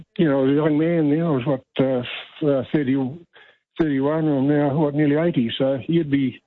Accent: New Zealand; moved away as an adult; also born or lived in England; now in Melbourne, Australia; I was born in England and grew up in New Zealand, but I came here in 81 with my job.

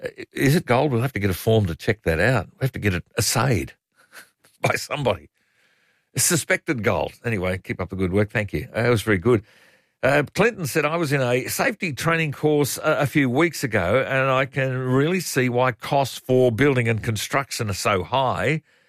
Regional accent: Australia; I'm seeing life as an Australian who has watched my country decline

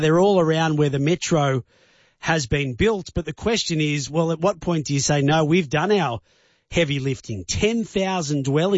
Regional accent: Sydney, New South Wales, Australia; I've lived in Sydney my entire life. I grew up near Parramatta.

